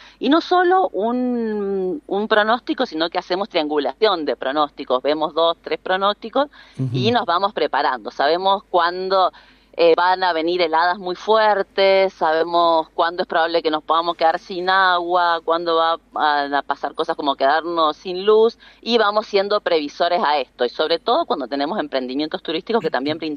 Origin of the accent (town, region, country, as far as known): Mendoza, Argentina